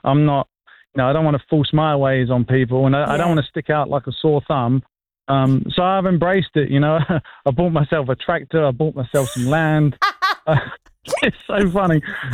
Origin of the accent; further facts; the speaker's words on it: Maidstone, South East England, United Kingdom; now in Alabama, United States; I'm from Maystone.